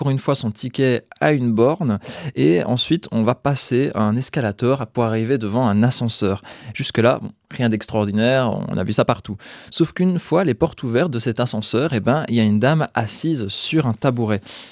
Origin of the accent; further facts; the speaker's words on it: Liège, Wallonia, Belgium; en tant que bon liégeois.